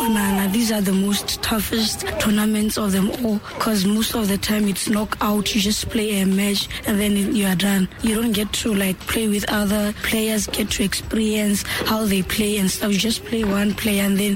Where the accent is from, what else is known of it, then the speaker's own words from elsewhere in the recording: Central District, Botswana; it's not like I'm from Mahalape. I'm from a village called Mueng.